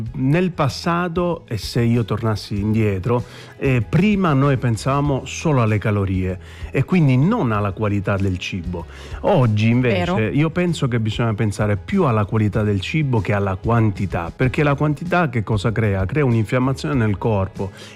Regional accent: Sicily, Italy; Io sono siciliano

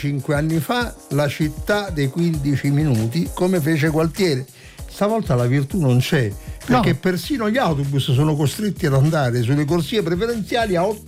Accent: Liguria, Italy; Riva Trigoso, frazione di Sestri Levante dalle mie parti.

